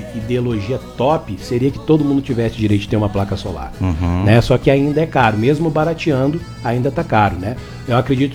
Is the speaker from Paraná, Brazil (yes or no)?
no; Araranguá, Santa Catarina, Brazil; Somos de Araranguá.